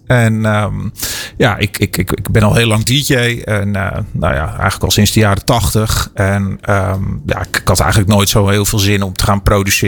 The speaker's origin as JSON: {"language": "Dutch", "region": "North Holland", "country": "Netherlands", "tie": "born or raised there", "said": "Opgegroeid in de Hoornmeer achter het politiebureau."}